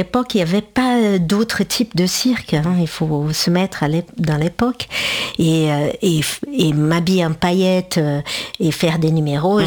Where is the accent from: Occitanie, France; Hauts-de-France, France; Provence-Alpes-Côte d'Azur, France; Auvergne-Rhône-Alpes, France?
Provence-Alpes-Côte d'Azur, France; Marseille; Je suis plus liée à deux villes qu'à deux pays. Donc, je suis marseillaise d'origine carioque.